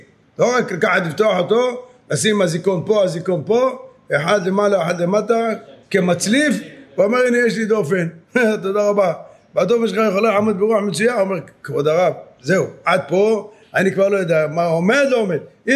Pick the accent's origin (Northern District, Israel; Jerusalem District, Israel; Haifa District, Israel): Jerusalem District, Israel; Jerusalem; כשהיינו קטנים, היינו גרים באיזו שכונה בירושלים, שכונת הבוחרים